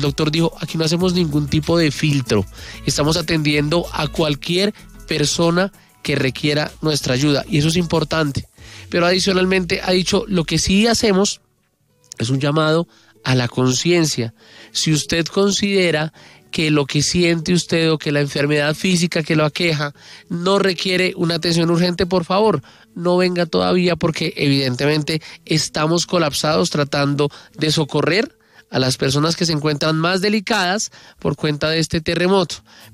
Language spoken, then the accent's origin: Spanish; Colombia; porque todos somos colombianos y todos sentimos ese dolor